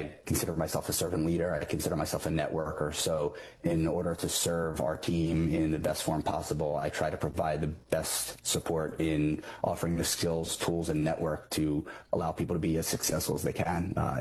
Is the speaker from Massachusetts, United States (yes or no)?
no; Lower Merion, Pennsylvania, United States; From right outside of Philadelphia, Pennsylvania, Lower Merion. I am an only child, which makes me the first, middle, and last.